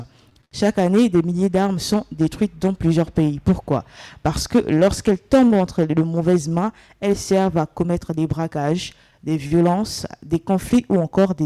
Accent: Gabon; chez nous au Gabon

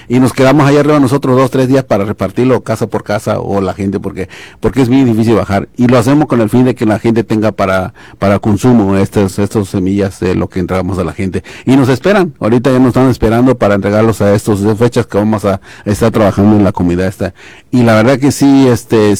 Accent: Oaxaca, Mexico; now in Sinaloa, Mexico; Sí, yo soy oaxaqueño, pero ya tengo más de 30 años viviendo aquí en Sinaloa.

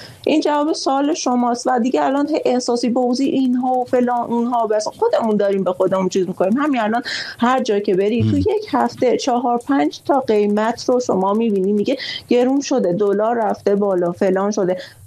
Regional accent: Iran; همه ما ایرانیام

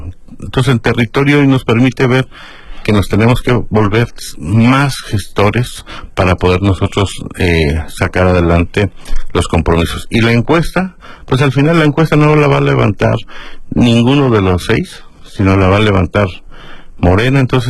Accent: Mexico; nosotros como mexicanos

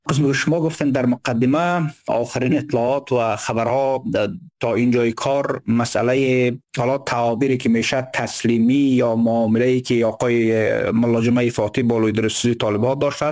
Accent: Badakhshan, Afghanistan; از بدخشان هستیم

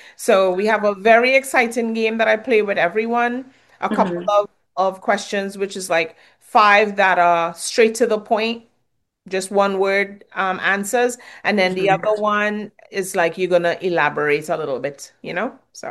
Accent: Trinidad & Tobago; accent: Trinidadian; I had to say it in my Trinidad accent, right? Always have this thing with Trinidad and Jamaica. If Trinis, I know we love dancehall, you know, there's certain things that we indulge in. And then our own Trini people would be like

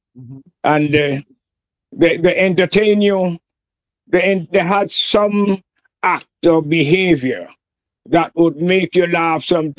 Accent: Plymouth, Montserrat; also born or lived in Antigua; growing up in Montserrat

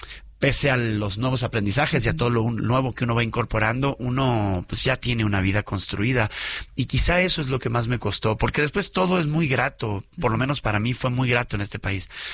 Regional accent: Argentina; moved away as an adult; now in Mexico; Yo soy argentino.

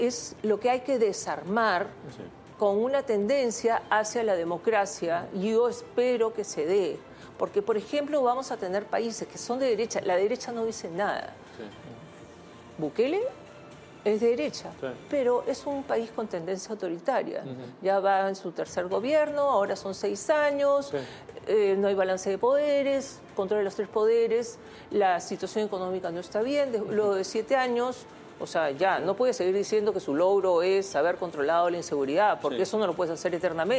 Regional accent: Peru

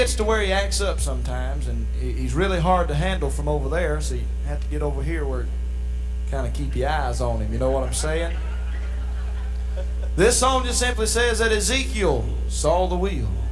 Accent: North Carolina, United States; now I'm from North Carolina

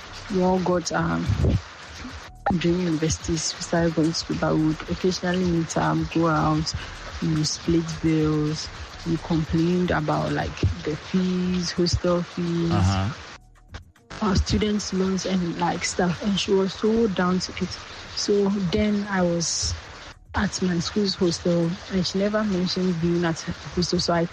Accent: Accra, Greater Accra, Ghana; from Accra.

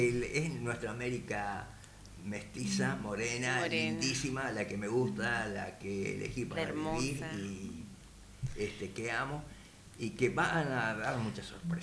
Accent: Galicia, Spain; moved away; en el caso mío, yo soy gallego, así que soy celta también.

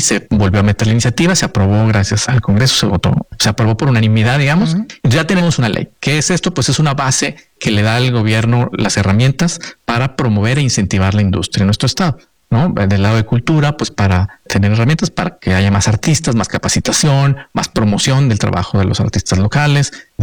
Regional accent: Nuevo León, Mexico; La verdad es que yo soy de Nuevo León y yo encantado de filmar aquí siempre que puedo

